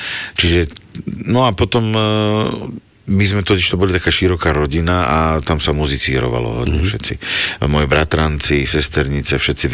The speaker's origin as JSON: {"language": "Slovak", "town": "Pezinok", "region": "Bratislava Region", "country": "Slovakia", "tie": "born or raised there", "moved": "as an adult", "said": "Tak ja som z Pezinka. Sice som sa narodil na Bezručke, čo je v Bratislave. A tam v Pezinku som vyštudoval všetky tie školy"}